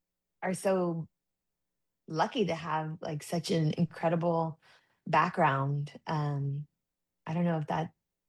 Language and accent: English; San Antonio, Texas, United States; I'm Latina. I grew up in San Antonio, Mexican American, no sabo mom.